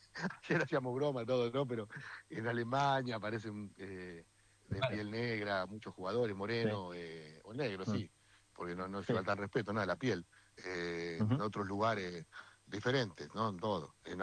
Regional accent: Argentina; Yo me siento muy, muy argentino

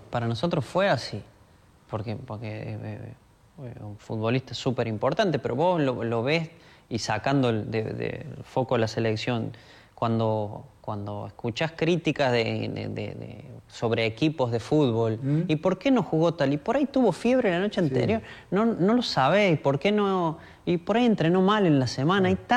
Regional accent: Argentina; Bueno, gracias a Dios, somos argentinos y hay muchos jugadores buenos.

